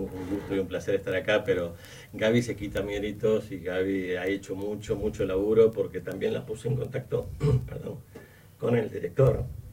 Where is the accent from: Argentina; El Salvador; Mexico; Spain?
Argentina